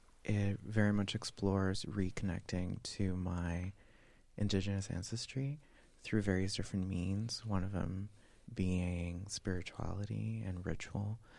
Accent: Ecuador; now in United States; I had, of course, experienced it before as a kid growing up in Ecuador

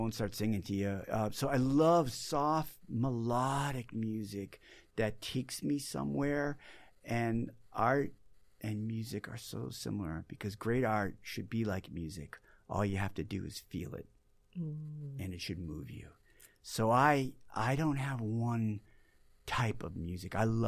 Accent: Boston, Massachusetts, United States; I grew up in Boston, you know.

